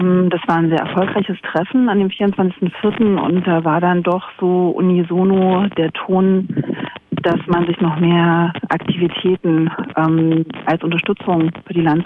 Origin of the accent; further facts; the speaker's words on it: Jena, Thuringia, Germany; born there; Genau, also ich bin gebürtige Jenenserin, bin in meinem normalen Job an der Uni tätig